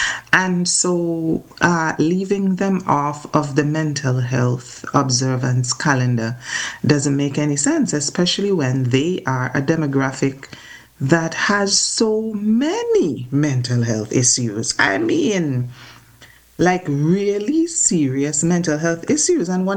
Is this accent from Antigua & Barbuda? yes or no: yes; Antigua & Barbuda; I was born and raised in Antigua